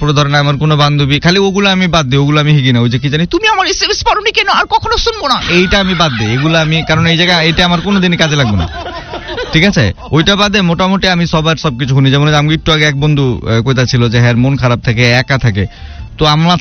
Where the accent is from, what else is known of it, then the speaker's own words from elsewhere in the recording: Dhaka, Dhaka Division, Bangladesh; accent: Dhakaiya; But যেহেতু আমি ঢাকাইয়া ওই খেয়ালটা করছি। এবং আমার কথা যদি আপনি চিন্তা করেন, আমারটার ভিতরে আমি অ্যাটলিস্ট জন যেটা আমার ভিতরে আইতেছে এই ঢাকাইয়া ল্যাঙ্গুয়েজের এই অভিধান থেকেই আমি আসলে আমারটা কই।